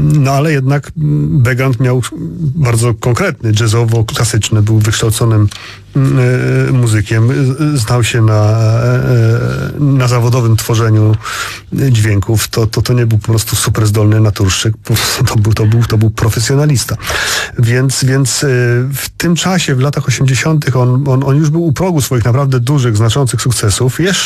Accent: Warsaw, Masovian Voivodeship, Poland; No ja tutaj jako warszawiak zazdroszczę Opolu

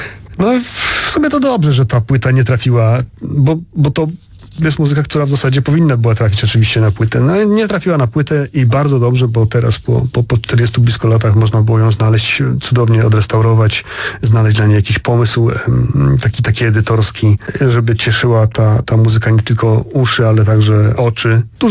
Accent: Warsaw, Masovian Voivodeship, Poland; No ja tutaj jako warszawiak

